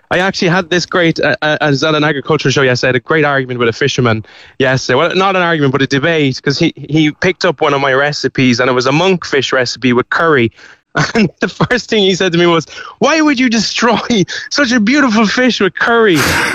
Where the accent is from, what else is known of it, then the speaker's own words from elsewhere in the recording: Cavan, Ulster, Ireland; now in Dundrum, Ireland; we say we live in Dundrum. I'd probably have to go out to Howth or out to Monkstown to pick them up where we live. I'm originally from Cavan.